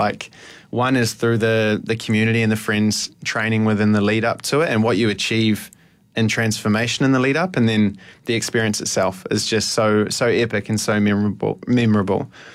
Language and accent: English; New Zealand; moved away as an adult; now in Malaysia; My life growing up in New Zealand was just all revolving around sport.